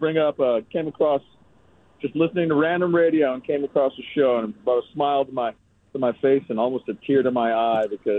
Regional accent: Fremont, California, United States; now in San Francisco, United States; we were a little bunch of skateboarding punk grommets in the East Bay, raised in suburban Fremont.

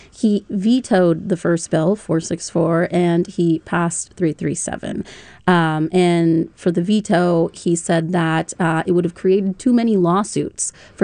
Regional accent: California, United States; I'm from the Central Valley. I grew up 30 minutes from that prison.

